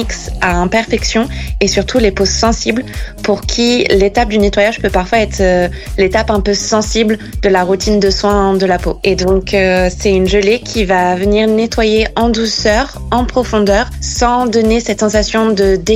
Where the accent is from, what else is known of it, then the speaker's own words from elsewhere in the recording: Île d'Oléron, Nouvelle-Aquitaine, France; now in La Rochelle, France; nous, on vient de l'île d'Oléron et on est aujourd'hui sur La Rochelle.